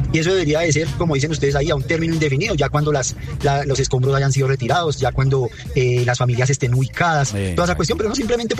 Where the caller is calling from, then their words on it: Bogotá, Bogotá D.C., Colombia; yo vivo en Bogotá